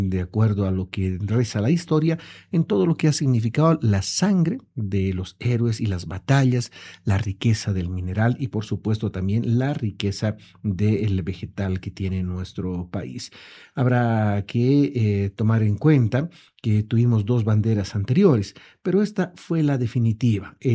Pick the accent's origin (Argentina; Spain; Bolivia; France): Bolivia; Muchas veces nos jactamos de decir que somos de Bolivia o que somos bolivianos